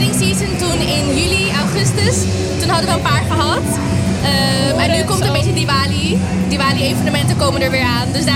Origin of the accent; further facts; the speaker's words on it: Almere, Flevoland, Netherlands